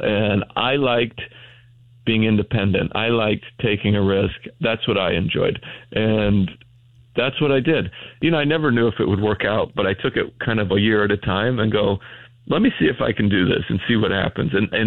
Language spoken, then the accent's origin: English; Idaho, United States; moved away as an adult; also born or lived in Utah; I grew up in a tiny little town in Idaho, a little farming town, a potato farming town in southeast Idaho, about 1,000 people.